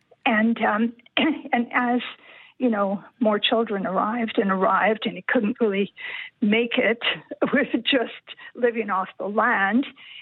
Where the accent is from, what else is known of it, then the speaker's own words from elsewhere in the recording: Maybridge, Saskatchewan, Canada; also born or lived in Kamsack, Saskatchewan; they lived in this small community called Maybridge, Saskatchewan, which is, oh, it's about 9 miles northwest of Erin, near the Manitoba border. So that's where I was born and raised. I lived there till I was like six or maybe seven.